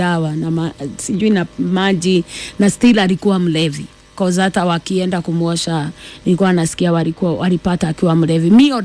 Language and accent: Swahili; Mwea, Kirinyaga County, Kenya; born there; kwetu ni Mwea, Kirinyaga, na huwa tunalima mchere.